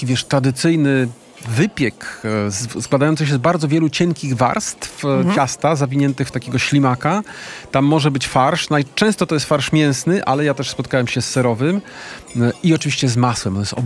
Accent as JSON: {"language": "Polish", "town": "Warsaw", "region": "Masovian Voivodeship", "country": "Poland", "said": "my tutaj warszawiacy"}